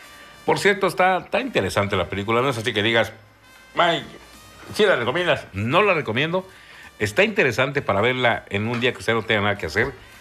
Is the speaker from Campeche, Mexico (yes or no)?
yes; Campeche, Mexico; Nosotros aquí en Campeche o en la región del sureste sabemos prepararnos ante un huracán.